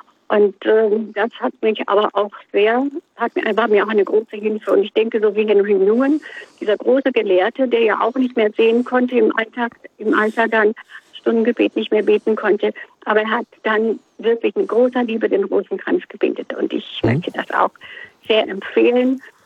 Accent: Leipzig, Saxony, Germany; Ich war als Kind in Leipzig nach Flucht und Vertreibung, bin da in die Schule gegangen und ich war sehr glücklich, dass wir da eine gute katholische Gemeinde hatten mit einem gütigen alten Priester.

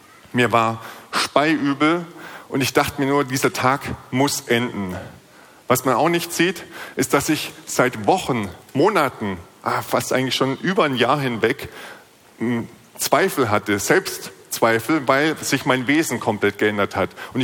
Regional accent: Baden-Württemberg, Germany; moved away; Ich komme aus Baden-Württemberg ursprünglich

